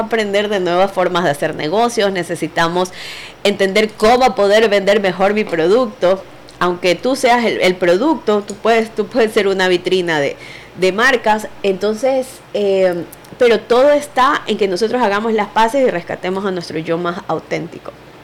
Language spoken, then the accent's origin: Spanish; Ecuador; ¿de dónde eres? Yo, de Ecuador.